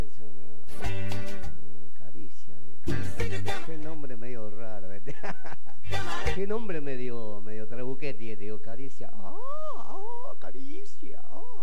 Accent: Argentina; yo no voy a ser paraguayo, por más que mi abuelo sea paraguayo, a mí que me interesa Paraguay. Yo me crié acá, y acá en mi país, me parieron acá.

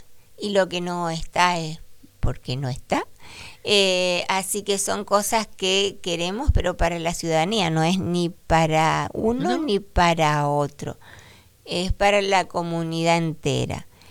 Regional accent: Reconquista, Santa Fe, Argentina; somos ciudadanas de Reconquista. Y vamos a quedar en Reconquista, porque ya no nos vamos a ir a otro lado.

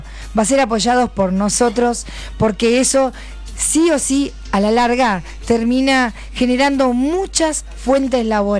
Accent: Uruguay; yo como compatriota uruguaya

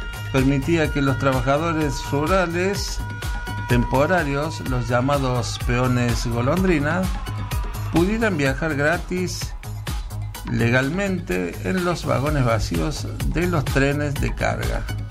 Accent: Argentina; hay algo que nos define a los argentinos, además de discutir de política o sufrir por la selección, es nuestra manera de hablar.

